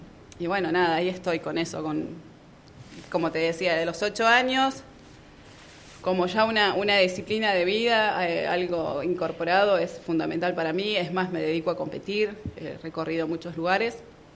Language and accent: Spanish; Choele Choel, Río Negro, Argentina; Mira, yo tengo 42 años. Desde los 8 años hago esto. Ah. Yo soy nacida y criada en Chuelechuel, a la vera del río Negro.